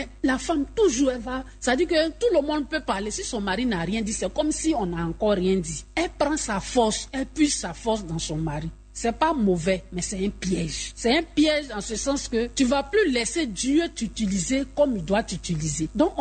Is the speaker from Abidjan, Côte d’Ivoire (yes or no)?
yes; Abidjan, Côte d’Ivoire; Mais chez nous, à Abidjan, ici, non.